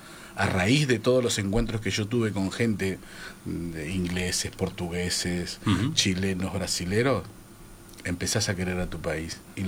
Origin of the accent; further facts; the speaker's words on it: Peru; now in Uruguay; Yo como peruano, Perú tiene un montón de historia, una rica historia.